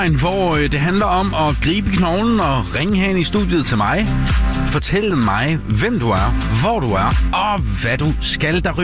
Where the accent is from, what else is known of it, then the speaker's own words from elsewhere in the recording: Jutland, Denmark; selvom jeg er inkarneret jyde